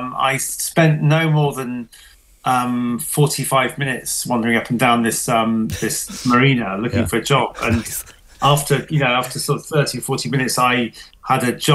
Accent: Yorkshire and the Humber, United Kingdom; I grew up in East Yorkshire, in the north of England

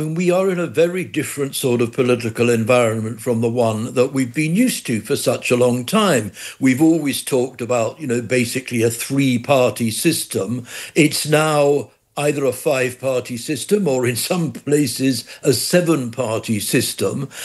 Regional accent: London, United Kingdom; I'm a Londoner, and like all Londoners, there is an election in the borough where I live.

